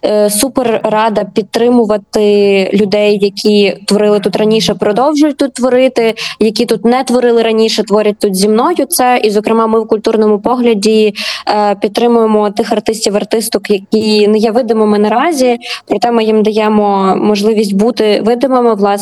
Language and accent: Ukrainian; Mykolaiv, Mykolaiv Oblast, Ukraine; also born or lived in Lviv; now in Kharkiv, Ukraine; Я сама з Миколаєва, півтора роки я жила у Львові і після того переїхала до Харкова.